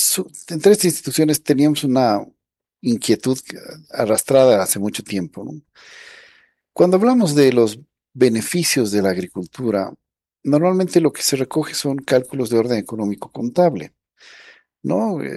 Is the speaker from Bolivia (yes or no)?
yes; Bolivia; Como bolivianos, como sociedad.